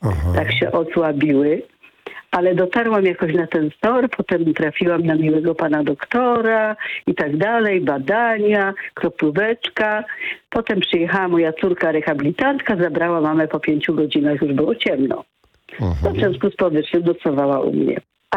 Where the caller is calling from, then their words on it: Greater Poland Voivodeship, Poland; mieszkam w Wielkopolsce.